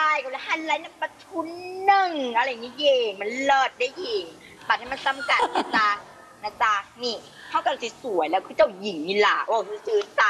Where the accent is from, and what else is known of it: Phang Nga, Thailand